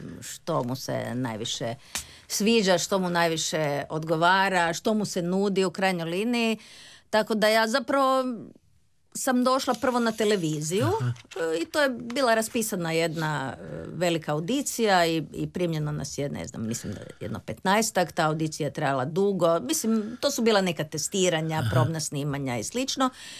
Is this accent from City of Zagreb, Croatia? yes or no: yes; Zagreb, City of Zagreb, Croatia; Ja sam rođena u Zagrebu, tu sam završila gimnaziju, filozofski fakultet, komparativnu književnost i filozofiju